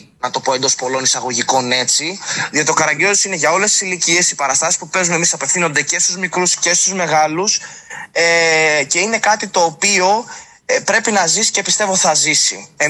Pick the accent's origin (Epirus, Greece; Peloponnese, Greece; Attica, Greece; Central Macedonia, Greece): Epirus, Greece; Arta; η καταγωγή μου είναι από την Άρτα.